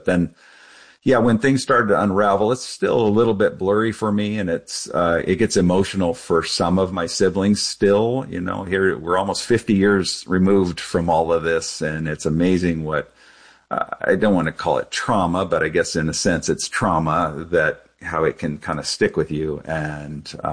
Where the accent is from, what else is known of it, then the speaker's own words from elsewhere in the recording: New Orleans, Louisiana, United States; born there; And so he moved us there and that's where I was born. I was born in New Orleans. And then we were only there for a year or two.